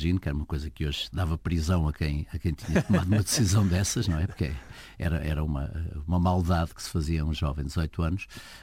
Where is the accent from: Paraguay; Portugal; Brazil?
Portugal; Pontével, Lisbon; lá da minha terra, do Pontevel, de onde eu sou naturalmente